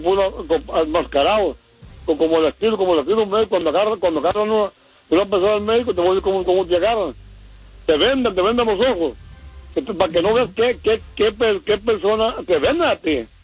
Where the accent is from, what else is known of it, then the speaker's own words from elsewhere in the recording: Michoacán, Mexico; porque yo soy mexicano y michoacano, y si quieres que te cante, la gente la canto.